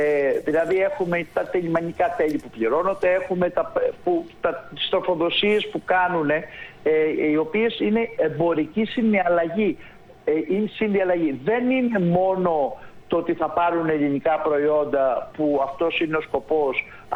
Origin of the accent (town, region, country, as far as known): Greece